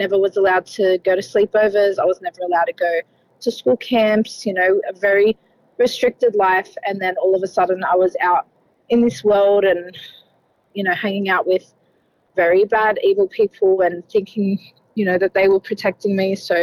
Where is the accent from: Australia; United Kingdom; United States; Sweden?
Australia; Illawarra, New South Wales; I've got two brothers and four sisters. We grew up down south in the Illawarra. We were a happy family. Everything was, like a normal Lebanese family.